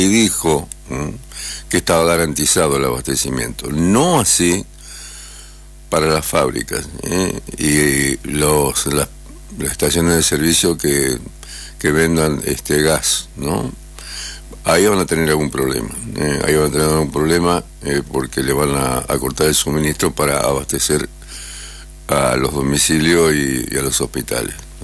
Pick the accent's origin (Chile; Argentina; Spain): Argentina; Somos futboleros los argentinos, ¿no?